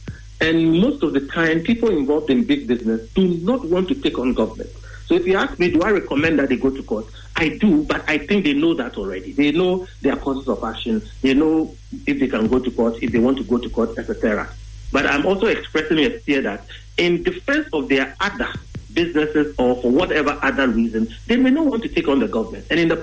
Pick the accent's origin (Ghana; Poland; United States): Ghana